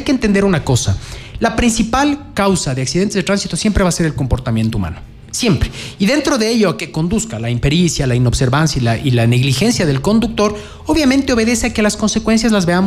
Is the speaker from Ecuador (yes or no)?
yes; Ecuador; Nosotros como ciudadanos ecuatorianos